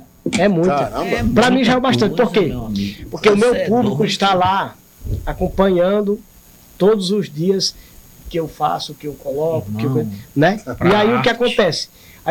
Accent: Morada Nova, Ceará, Brazil; now in Fortaleza, Brazil; Eu sou de lá do sertão, né? Eu sou de Morada Nova e a cultura do vaqueiro e a cultura daquela... pessoal do interior

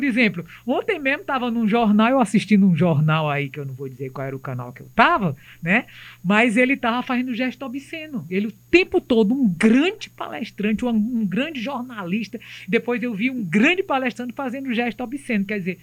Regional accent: Ceará, Brazil; Cearense, né, minha filha? Eu sou com muito orgulho.

